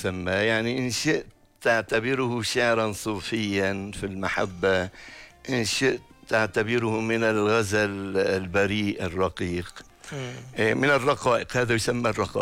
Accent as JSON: {"language": "Arabic", "town": "Aleppo", "region": "Aleppo Governorate", "country": "Syria"}